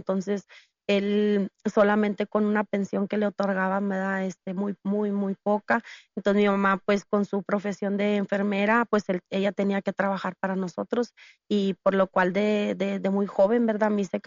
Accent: San Nicolás de los Garza, Nuevo León, Mexico; soy de aquí de Monterrey, Nuevo León. Vivimos en toda mi adolescencia y mi infancia, lo vivimos en San Nicolás de los Garza.

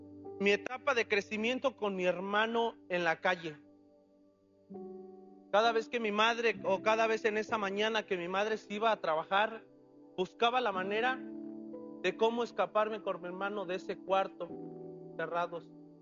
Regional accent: Querétaro, Mexico; vengo de la ciudad de Querétaro, a donde yo crezco

